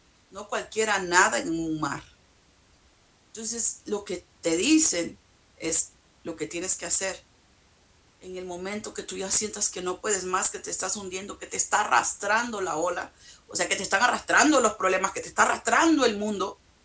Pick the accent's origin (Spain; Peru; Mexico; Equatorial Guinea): Mexico; yo soy de México.